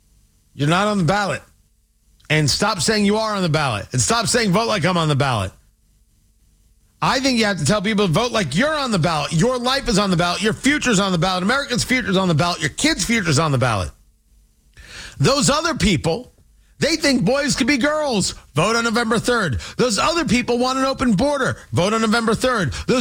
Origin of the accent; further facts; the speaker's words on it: Chicago, Illinois, United States; Well, I'm from Chicago, and we don't do those things here.